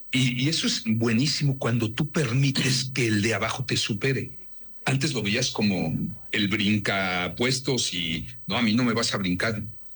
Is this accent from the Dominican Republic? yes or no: no; Mexico